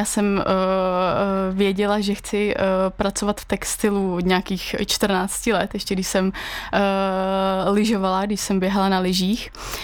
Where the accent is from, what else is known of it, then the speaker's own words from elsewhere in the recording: Jilemnice, Liberec Region, Czechia; jsem z Krkonoš, takže tam to bylo úplně jasný, jsem z Jilemnice, to je samozřejmě kolébka nějakého lyžování